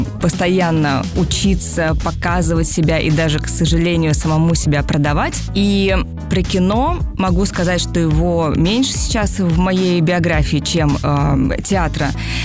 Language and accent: Russian; Saratov, Saratov Oblast, Russia; moved away as an adult; also born or lived in Saint Petersburg; Я родилась в Саратове